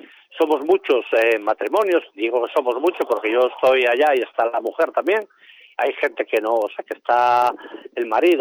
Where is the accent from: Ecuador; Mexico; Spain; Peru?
Spain; Asturias; En el coro somos de la Comarca de la Sidra, somos de varios municipios, pero de Nava concretamente, y en Nava es donde se fundó el coro.